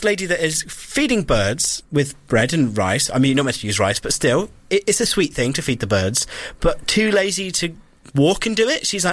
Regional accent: Salisbury, South West England, United Kingdom; Yeah. Well, I'm really, because I'm from Salisbury.

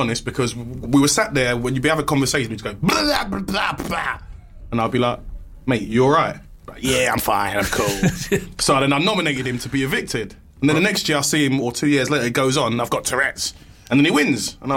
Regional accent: Nigeria; Yeah, you can tell I'm Nigerian

